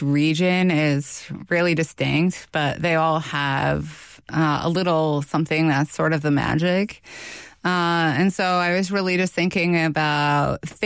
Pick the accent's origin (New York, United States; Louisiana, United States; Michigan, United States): Michigan, United States; I grew up in the Keweenaw Peninsula, and I traveled to the East End every summer.